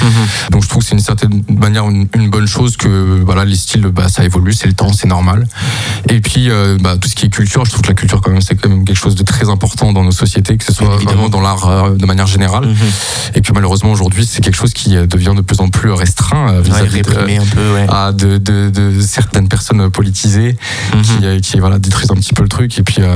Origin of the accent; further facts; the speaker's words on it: Lyon, Auvergne-Rhône-Alpes, France; moi, je suis lyonnais aussi avant tout.